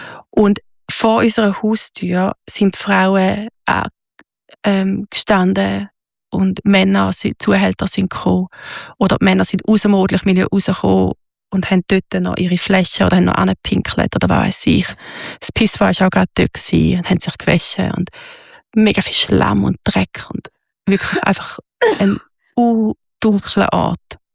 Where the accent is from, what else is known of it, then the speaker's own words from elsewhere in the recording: Switzerland; Wo wir hinkommen, werden wir geliebt als Schweizer. Nur schon mit unserer weißen Haut werden wir überall geliebt.